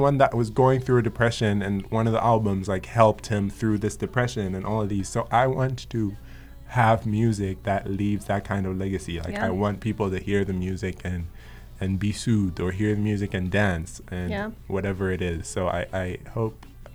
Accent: Malawi; moved away; I, being born and raised in Malawi

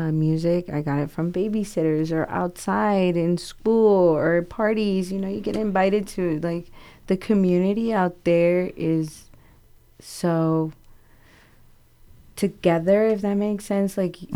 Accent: Chicago, Illinois, United States; I'm from Chicago, actually.

